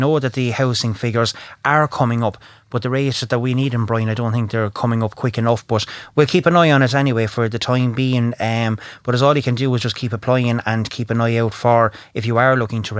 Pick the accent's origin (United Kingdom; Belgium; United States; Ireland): Ireland; although we're not happy, we're Irish people.